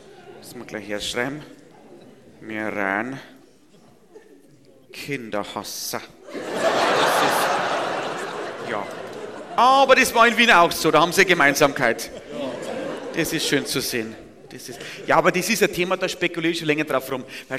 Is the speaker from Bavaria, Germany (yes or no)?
yes; Bavaria, Germany; Ja, bei uns in Niederbayern sagt man Glowschneider, das kannst du immer brauchen.